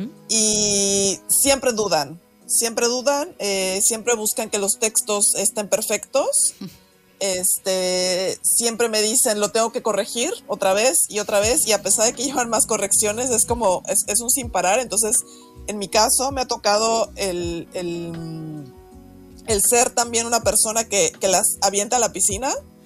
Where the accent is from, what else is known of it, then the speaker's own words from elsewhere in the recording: Mexico; moved away as an adult; now in Barcelona, Spain; yo soy mexicana, llevo 16 años aquí en Barcelona